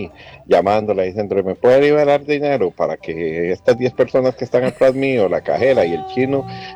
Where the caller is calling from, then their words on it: Aserrí, San José, Costa Rica; soy de Aserrí